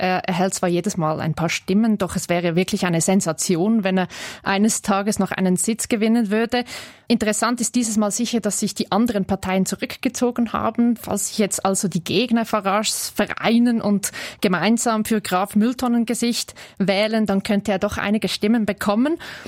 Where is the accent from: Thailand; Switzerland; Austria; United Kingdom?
Switzerland; sicher sagen, dass Humor in der britischen Politik einen viel höheren Stellenwert hat als zum Beispiel bei uns in der Schweiz.